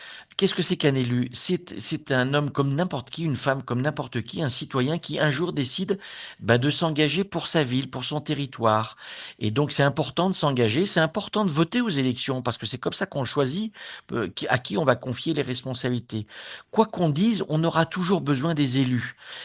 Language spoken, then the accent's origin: French; Roanne, Auvergne-Rhône-Alpes, France; je suis né à Roanne et je n'ai pas supporté de voir ma ville décliner, perdre des habitants, s'enfoncer dans le marasme.